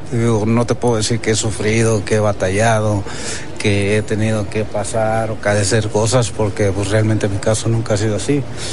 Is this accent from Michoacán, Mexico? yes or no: no; Mexico City, Mexico; born there; Yo nací aquí en la Ciudad de México.